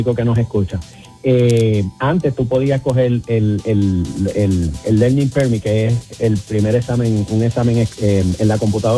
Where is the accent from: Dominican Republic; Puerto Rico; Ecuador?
Puerto Rico; now in United States; yo que vengo de Puerto Rico es un país que somos consumistas